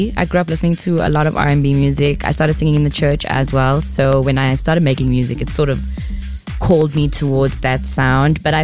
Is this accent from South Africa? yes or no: yes; Durban, KwaZulu-Natal, South Africa; now in Johannesburg, South Africa; I grew up in Durban. I know Durban very well. But then I went to boarding school in what is now known as Gqeberha, formerly known as Port Elizabeth.